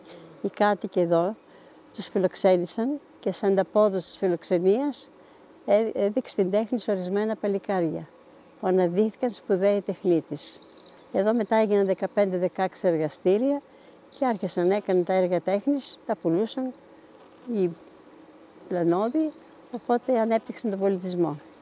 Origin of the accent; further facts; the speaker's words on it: Ioannina, Epirus, Greece; αλλά μεγάλωσα Γιάννηνα.